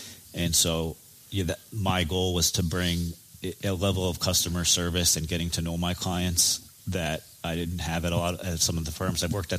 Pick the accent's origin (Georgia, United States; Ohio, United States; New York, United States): New York, United States; White Plains; now in Philadelphia, United States; I've been a personal injury attorney for about 13 years now. I grew up in New York in White Plains, a city a little bit above.